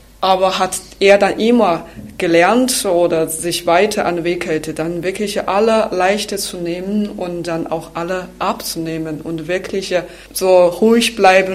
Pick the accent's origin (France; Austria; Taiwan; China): China; German is a second language; now in Germany; Die meisten Lieder sind aus meiner Heimat.